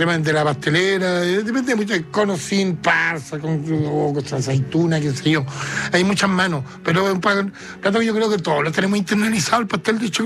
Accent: Chile; Es que yo soy bien chileno, a mí me gustan los porotos con renda.

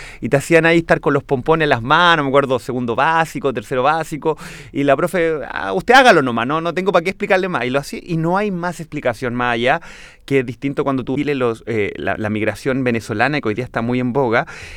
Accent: Villarrica, Araucanía, Chile; now in Santiago, Chile; yo no soy de acá de Santiago, yo soy de Villarrica, de una ciudad que está en la novena región de la Araucanía. También soy mapuche de ascendencia.

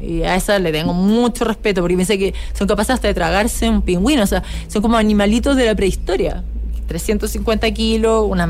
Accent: Chile

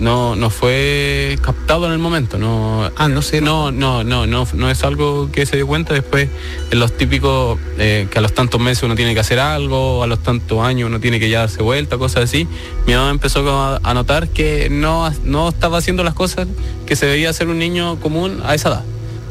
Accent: Rengo, O'Higgins, Chile; Yo nací en el 97, sí, yo estoy en Rengo, soy originario, oriundo de Rengo, la sexta región.

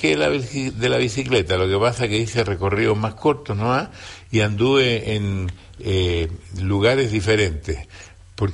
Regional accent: Chile; cada vez que ha habido una necesidad yo he venido porque yo soy chileno.

